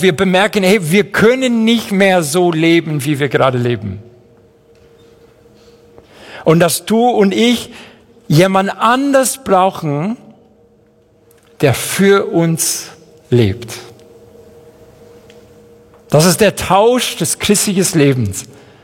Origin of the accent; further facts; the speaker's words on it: Madrid, Community of Madrid, Spain; German is a second language; also born or lived in Seville / near Chicago; now in Fischbach, Germany; ich bin in Großstadt Madrid aufgewachsen, bin in Sevilla geboren, Madrid aufgewachsen, dann bin ich umgezogen in die Nähe von Chicago und jetzt wohne ich in der nächste große Weltstadt Fischbach. Eigentlich bin ich als City Slicker aufgewachsen, das heißt Stadtmensch auf Englisch.